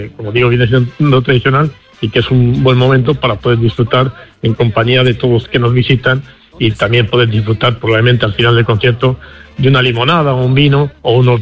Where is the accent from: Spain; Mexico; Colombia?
Spain; Castile and León; uno de mi zona, del Cerrato, teniendo en cuenta que esta semana es la semana del eclipse. En mi pueblo, en Cerico de la Torre